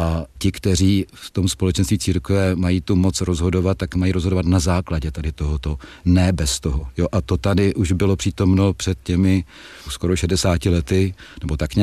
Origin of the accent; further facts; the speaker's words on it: Brno, South Moravian Region, Czechia; Ale pochopitelně já jsem rodilý Brňák